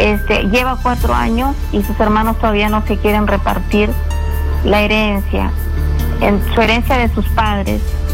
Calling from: Santa Cruz, Cajamarca, Peru; Desde Santa Cruz.

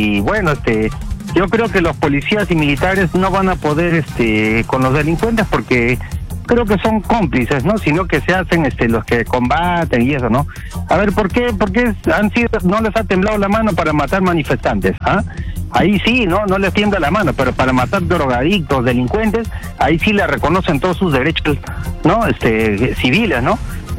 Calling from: Lima, Peru; Desde San Juan del Urigancho.

